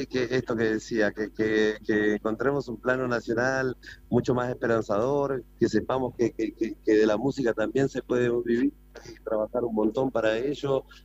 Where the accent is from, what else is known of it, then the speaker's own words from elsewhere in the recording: Entre Ríos, Argentina; born there; Yo soy un agradecido de Dios de poder haber nacido en Entre Ríos y pisar el suelo entrerriano.